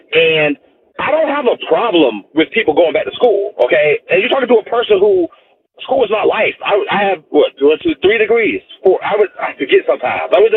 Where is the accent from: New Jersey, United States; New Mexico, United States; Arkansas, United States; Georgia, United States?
Georgia, United States; Atlanta; and you know I'm being honest here because I'm from Atlanta